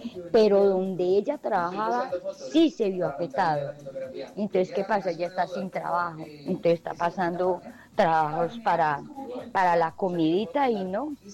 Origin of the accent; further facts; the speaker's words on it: Dosquebradas, Risaralda, Colombia; moved away; Yo me vine de Dos Quebradas cuando sucedió el terremoto, porque yo entré en pavor y yo me vine para allá.